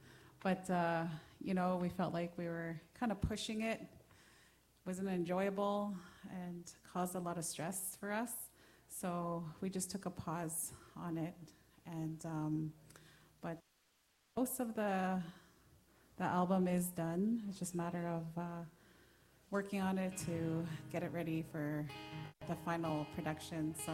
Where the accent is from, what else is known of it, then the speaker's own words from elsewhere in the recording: Island Lake, Manitoba, Canada; now in Winnipeg, Canada; We are originally from Island Lake, but we live in Winnipeg